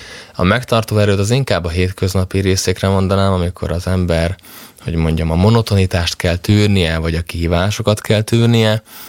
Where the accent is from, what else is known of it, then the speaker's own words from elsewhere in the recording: Nagykanizsa, Zala, Hungary; Én Zalából származom, Zala megyéből, Nagykanizsán nőttem föl